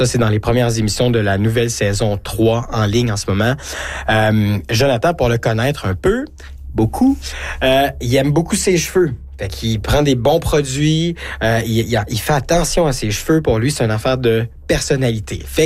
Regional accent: Quebec, Canada; je viens de l'Outaouais

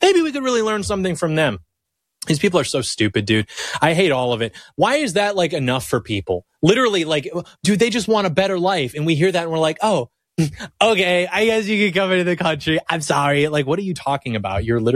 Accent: Michigan, United States; I just want nothing like that in my home state. My home state, which, by the way, I can go take a drive down to Hart Plaza in Detroit.

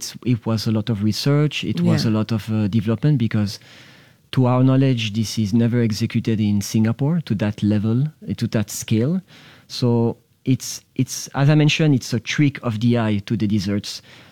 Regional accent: Switzerland; moved away; I'm originally from Switzerland

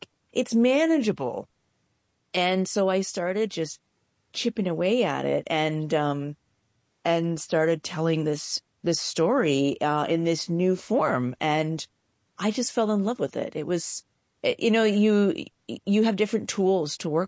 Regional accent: Canada; moved away; I'm Canadian. I'm sure my vowels have, you know, given me away or will.

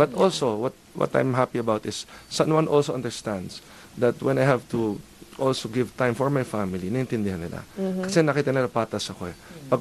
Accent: San Juan, Metro Manila, Philippines; I've lived here all my life. I was born in San Juan, Cardinal Santos Medical Center

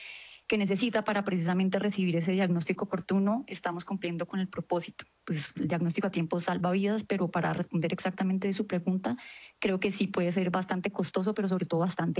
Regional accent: Cúcuta, Norte de Santander, Colombia; now in Bogotá, Colombia; yo soy cucuteña, tengo 29 años, estudié acá en Bogotá, en la Universidad Javeriana, me especialicé en la Universidad de los Andes

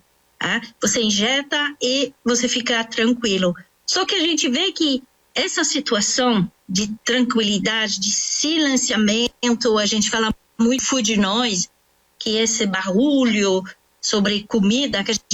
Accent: France; Portuguese is a second language; also born or lived in United States; now in Brazil; porque eu sou francesa, naturalizada no Brasil, agora sou brasileira, há 26 anos que eu estou no Brasil, e morei também 9 anos nos Estados Unidos.

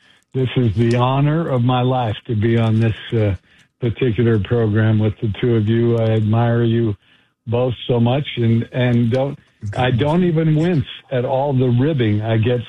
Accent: Salt Lake City, Utah, United States; moved away as an adult; now in New York, United States; We moved our family from Salt Lake City, where I grew up, to New York, and I took over NBA International.

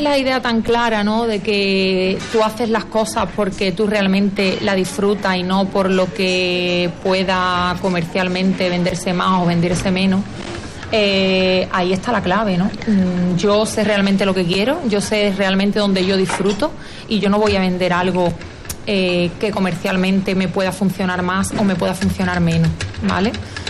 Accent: Lepe, Andalusia, Spain; que soy lepera por los cuatro costados, soy mucho de la Virgen, de mis costumbres, de mis tradiciones, de todo en sí.

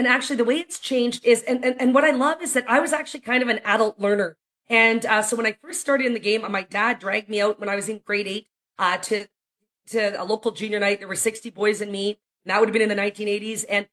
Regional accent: Calgary, Alberta, Canada; So this week, we're so fortunate to have the Champions Tour in my hometown of Calgary, Alberta.

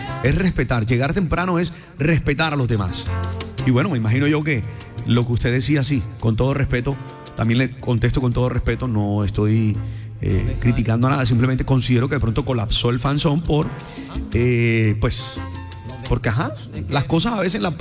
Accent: Colombia; estamos hasta sorprendidos como colombianos con lo que está pasando

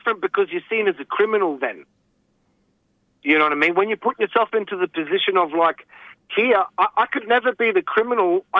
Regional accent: Queensland, Australia; I come from the Wangan and Yagalingu people, and I live inside of a tribal autonomous clan group zone

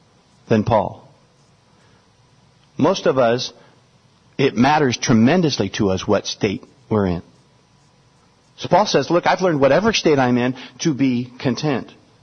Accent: Kansas City, Kansas, United States; I grew up in Kansas City, Kansas. Then I also moved over to Kansas City, Missouri.

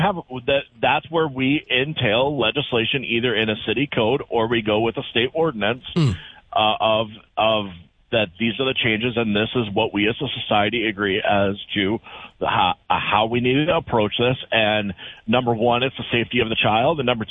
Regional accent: Minnesota, United States; So my question is, because I grew up in Minnesota, same town as you.

